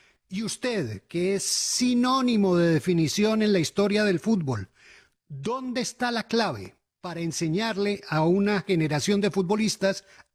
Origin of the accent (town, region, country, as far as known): Colombia